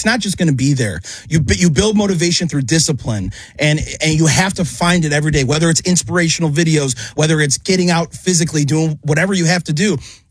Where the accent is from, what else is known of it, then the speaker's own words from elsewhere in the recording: Chicago, Illinois, United States; moved away as an adult; now in Philadelphia, United States; I'm from Chicago.